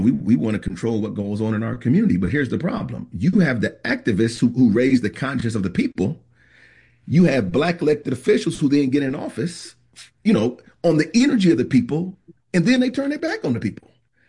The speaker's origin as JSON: {"language": "English", "town": "Cleveland", "region": "Ohio", "country": "United States", "moved": "yes", "said": "I'm from Cleveland, Ohio originally."}